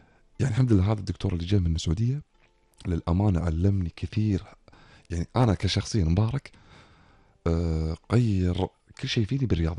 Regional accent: Kuwait; عندنا بالكويت

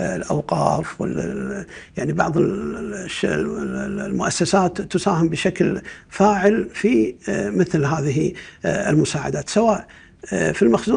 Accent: Kuwait; عندنا في الكويت

